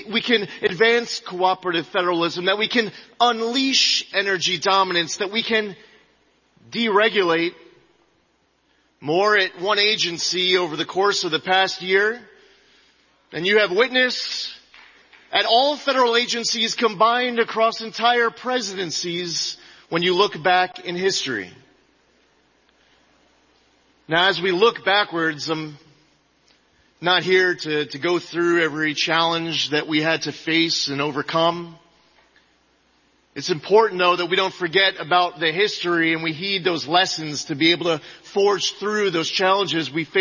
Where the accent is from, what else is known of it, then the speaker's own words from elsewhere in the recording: United States; I'm an American first. I'm a proud Jew.